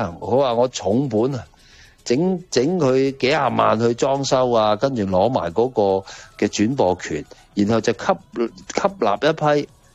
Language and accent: Cantonese; China; 几有我哋中国人嗰种传统嘅文化、